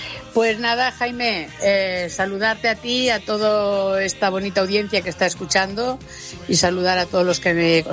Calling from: Sabadell, Catalonia, Spain

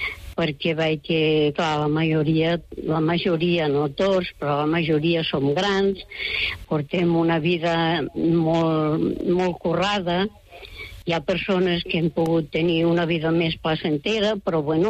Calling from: Catalonia, Spain; soc més catalana que res

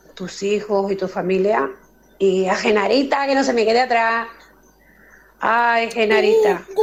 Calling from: Santa Lucía, Canary Islands, Spain; de Santa Lucía. Quiero saludar a todas las personas que llaman a Radio Carrizal

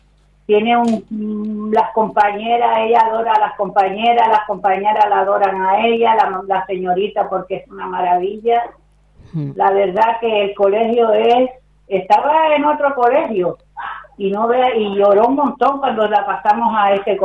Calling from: Las Palmas de Gran Canaria, Canary Islands, Spain; Yo vivo en Pedidargo, aquí cerca de las por arriba de Carrefour, más arriba.

